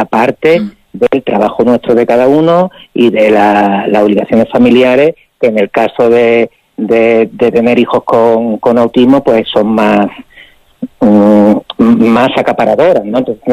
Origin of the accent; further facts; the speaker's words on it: Melilla, Spain; yo soy de Melilla y he estado toda la vida aquí, menos el tiempo que estuve estudiando la carrera y un par de años que trabajé fuera, toda mi vida acá en Melilla